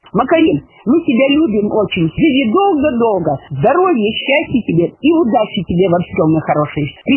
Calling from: Magnitogorsk, Chelyabinsk Oblast, Russia; из Магнитогорска.

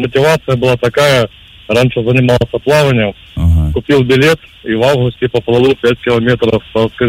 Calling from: Moscow, Russia

